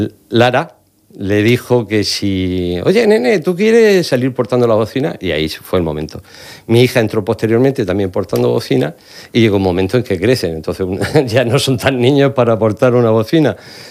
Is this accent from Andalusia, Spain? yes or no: no; Murcia, Region of Murcia, Spain; born there; El Perdón, de nacencia soy san antolinero de la Plaza de San Ginés.